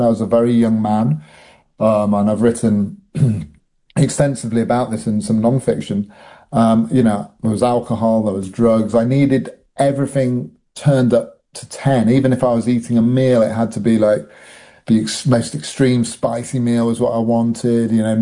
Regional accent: United Kingdom; drink was always a problem growing up in Britain and our sort of drink culture over here.

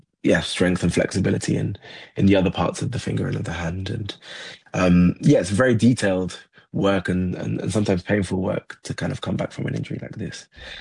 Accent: Nottingham, East Midlands, United Kingdom; now in London, United Kingdom; I now live in South London, but I grew up in Nottingham.

